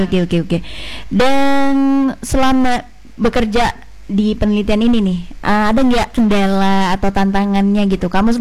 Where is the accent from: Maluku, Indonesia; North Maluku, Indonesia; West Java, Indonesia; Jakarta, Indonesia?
Jakarta, Indonesia; also born or lived in Medan; aku juga dari Medan. Tapi aku gak besar di Medan. Aku di Jakarta besarnya.